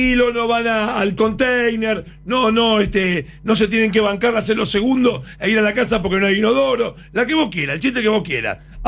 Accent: Argentina; Los únicos grosos somos los argentinos que podemos trabajar en cualquier otro lugar.

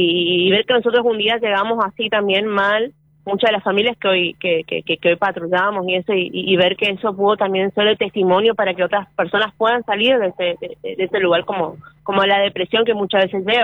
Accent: Paso de los Libres, Corrientes, Argentina; moved away; yo soy de Paso de los Libres

